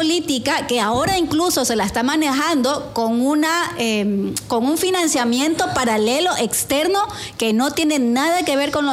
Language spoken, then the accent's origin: Spanish; Ecuador; nosotros somos ecuatorianos y tenemos una cultura que está mezclada con la costa, la sierra, el oriente, Galápagos.